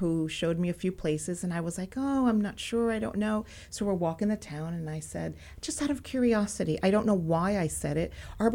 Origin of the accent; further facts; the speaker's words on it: Elizabeth, New Jersey, United States; also born or lived in Cuba; now in Lambertville, United States; There was a big population in Elizabeth, and that's where I grew up.